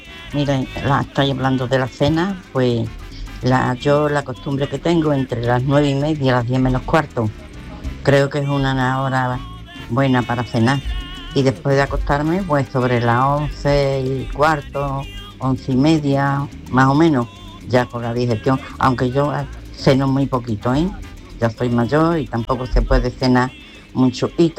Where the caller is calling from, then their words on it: Alcalá, Spain; Un saludo, buenas tardes … de Alcalá.